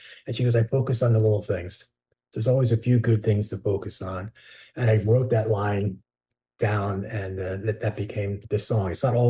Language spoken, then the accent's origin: English; New Jersey, United States; I think they liked the idea that I was from New Jersey.